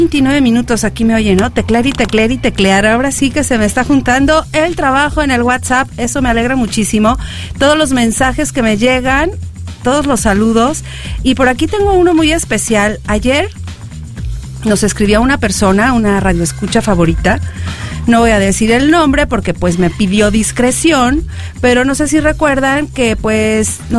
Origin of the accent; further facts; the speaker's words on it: Tulancingo, Hidalgo, Mexico; born there; la ciudad de Tulancingo, Hidalgo, mi tierra natal.